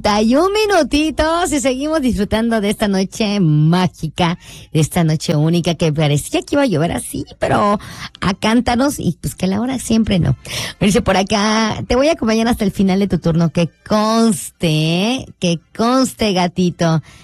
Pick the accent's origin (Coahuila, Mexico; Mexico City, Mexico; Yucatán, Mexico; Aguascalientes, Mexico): Yucatán, Mexico; como somos buenos yucatecos